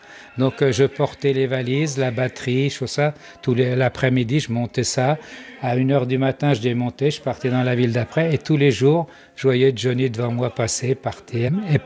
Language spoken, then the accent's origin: French; France; chez nous en France.